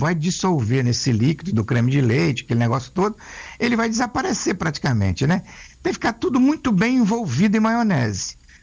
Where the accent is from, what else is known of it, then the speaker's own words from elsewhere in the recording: Alegre, Espírito Santo, Brazil; eu sou do Principado do Alegre